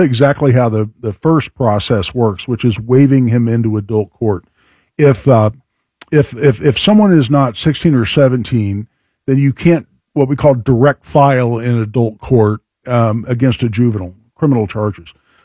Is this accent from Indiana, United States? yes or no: yes; Carmel, Indiana, United States; Mayor Sue Finkham up in my neck of the woods, my hometown, Carmel